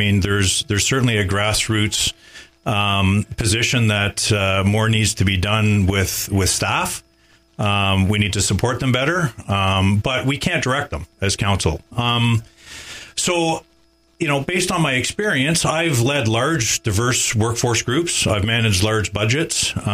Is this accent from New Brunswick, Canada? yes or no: no; Toronto, Ontario, Canada; I'm 61 years old. I was born and raised in Toronto. Spent my my childhood in Toronto